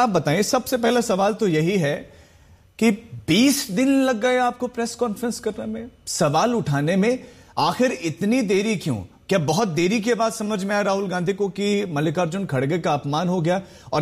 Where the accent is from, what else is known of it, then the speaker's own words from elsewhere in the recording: Uttarakhand, India; मैं उत्तराखंड से ही आता हूं, मुझे रियलिटी मालूम है, मैं उत्तराखंड से आता हूं।